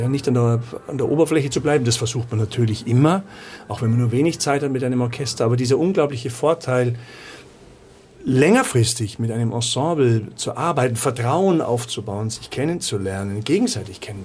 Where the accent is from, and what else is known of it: Munich, Bavaria, Germany; now in Austria